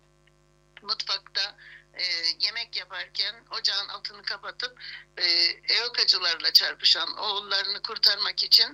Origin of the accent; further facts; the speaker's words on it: Larnaca, Cyprus; born there; moved away; also born or lived in Paphos; 1953 yılında BAF'ta doğdum. BAF'ta 8 yaşına kadar BAF'ta yaşadım. Okula gittim. İlkokula başladım orada. Daha sonra da Larnaka'ya göç ettik. Larnaka'da yaşamaya başladık. 74 yılına kadar. Yani 1961 yılından 74 yılına kadar Larnaka'da yaşadım.